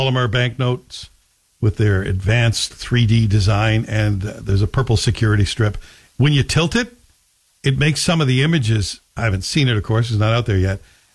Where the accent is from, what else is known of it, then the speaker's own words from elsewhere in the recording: Canada; It's a very proud moment as a Canadian